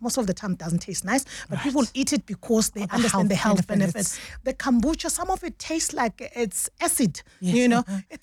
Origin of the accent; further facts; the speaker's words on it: Mpumalanga, South Africa; Yeah, because I come from the Lowveld where, if you know Mbombela, Nelspruit used to be called as the city of Imboza Nema Orange, which is the tobacco and oranges. So I come from that area.